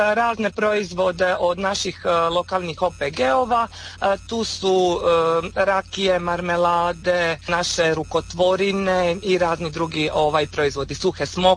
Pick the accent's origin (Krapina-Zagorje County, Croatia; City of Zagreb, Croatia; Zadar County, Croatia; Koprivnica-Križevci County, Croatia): Zadar County, Croatia; Preko; kod nas u Preku na Mulu.